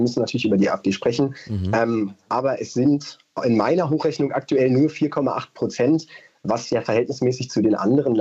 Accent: Berlin, Germany; mir persönlich als gebürtigen Berliner

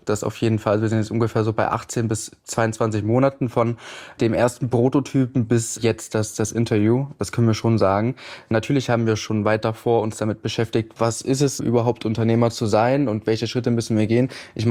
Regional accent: Halle, Saxony-Anhalt, Germany; moved away; also born or lived in near Wiesbaden; Ich bin 21 Jahre jung, hatte vorgestern Geburtstag und komme aus der Nähe von Wiesbaden, aufgewachsen in Halle an der Saale

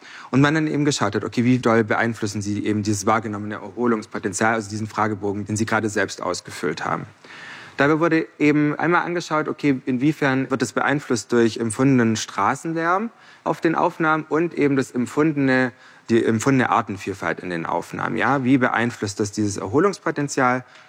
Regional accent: Baden-Württemberg, Germany; born or raised there

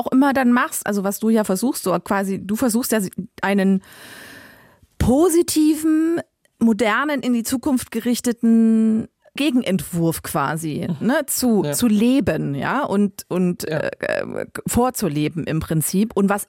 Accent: East Germany, Germany; ich kenne das tatsächlich als Ostdeutsche selbst ganz gut

